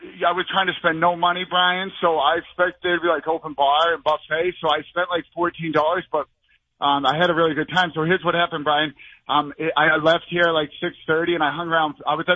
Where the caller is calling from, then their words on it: Boston, Massachusetts, United States; I'm from Boston.